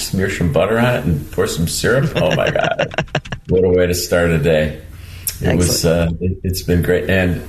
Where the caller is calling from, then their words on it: Dumas, Arkansas, United States; I'm calling from Dumas, Arkansas.